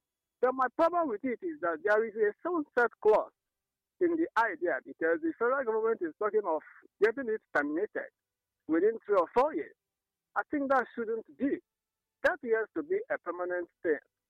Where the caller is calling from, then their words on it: Mozambique; I'm waiting from Mozambique.